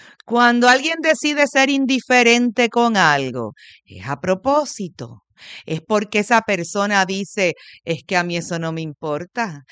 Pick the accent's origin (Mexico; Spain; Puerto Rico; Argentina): Puerto Rico; San Juan; also born or lived in Mayagüez, Puerto Rico; Yo nací en Mayagüez, Puerto Rico, en el Cerro Las Mesas. Pero yo desde pequeña, a los 2 años, me trajeron a vivir a San Juan. Y toda mi vida la he hecho aquí en San Juan.